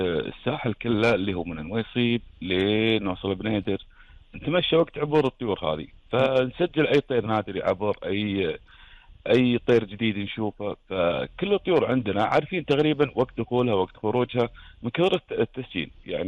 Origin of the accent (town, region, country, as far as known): Kuwait